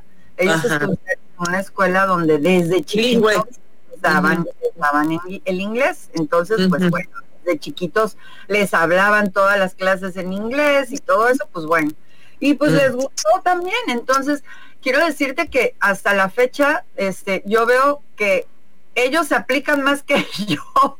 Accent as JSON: {"language": "Spanish", "country": "Mexico", "tie": "born or raised there", "accent": "Mexican", "first_language": "Spanish", "said": "siempre vamos a tener el acento mexicano, ¿no? O sea, de que nos vayamos a otro lado, siempre vamos a hablar ese de esa manera, porque nuestra lengua materna es el español, y toda la vida hemos vivido acá."}